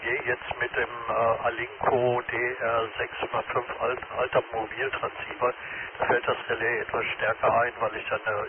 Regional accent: Alsdorf, North Rhine-Westphalia, Germany; Ich bin unten in Alsdorf mehr oder weniger aufgewachsen

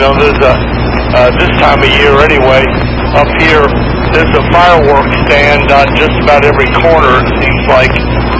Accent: New York, United States; moved away; I grew up in New York

